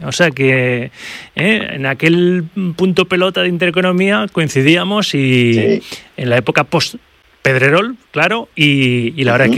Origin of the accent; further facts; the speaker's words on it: Valencian Community, Spain; barro para casa, que soy valenciano.